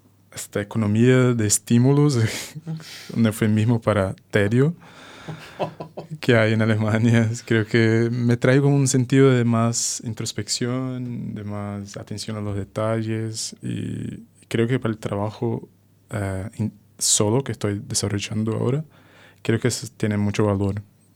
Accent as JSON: {"language": "Spanish", "country": "Brazil", "tie": "born or raised there", "also_born_or_lived": "Portugal", "said": "ese plan para estar en Brasil haciendo eso en mi ciudad natal."}